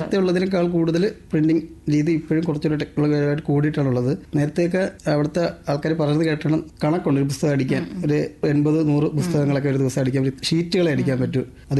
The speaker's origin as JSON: {"language": "Malayalam", "town": "Varkala", "region": "Kerala", "country": "India", "tie": "born or raised there", "said": "എന്റെ സ്വദേശം വർക്കല നെടുങ്കണ്ടം എന്ന് പറയുന്ന സ്ഥലത്ത് എന്റെ സ്വദേശം."}